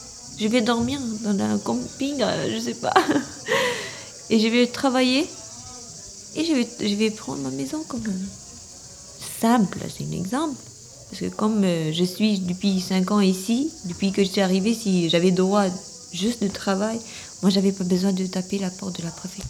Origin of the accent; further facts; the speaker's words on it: Albania; now in France; Oui, mais je suis venue de l'Albanie.